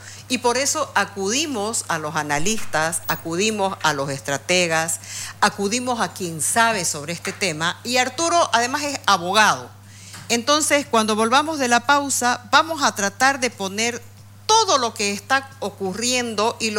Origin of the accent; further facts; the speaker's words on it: Santa Cruz de la Sierra, Santa Cruz, Bolivia; Orgullosamente, Camba, Kurumi, como quieran decirme. No me importa, soy de Santa Cruz y amo mi tierra.